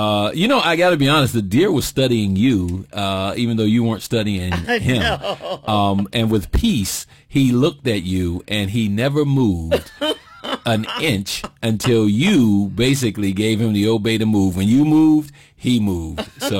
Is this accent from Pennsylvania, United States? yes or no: yes; Aliquippa, Pennsylvania, United States; No one honored me in my hometown yet, so let's see if Aliquippa can honor me.